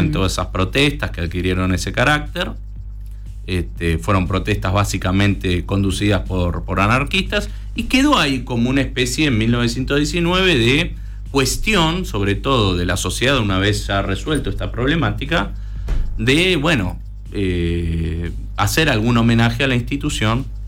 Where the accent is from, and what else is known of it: Argentina